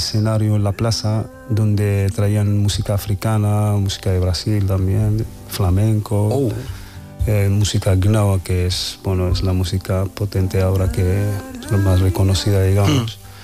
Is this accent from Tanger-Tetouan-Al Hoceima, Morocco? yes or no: yes; Asilah, Tanger-Tetouan-Al Hoceima, Morocco